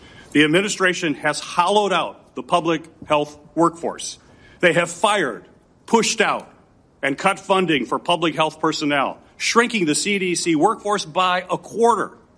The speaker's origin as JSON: {"language": "English", "region": "Michigan", "country": "United States", "said": "which has sickened thousands in my home state of Michigan"}